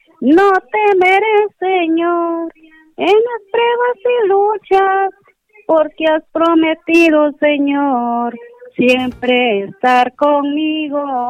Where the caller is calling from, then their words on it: Naranjito, Santa Bárbara, Honduras; Yo soy de Naranjito, Santa Bárbara.